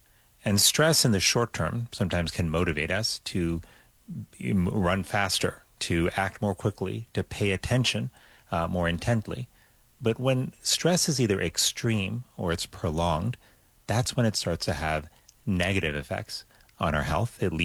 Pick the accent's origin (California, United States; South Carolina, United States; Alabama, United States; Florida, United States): Florida, United States; Miami; It's good to be with you and with my hometown radio station.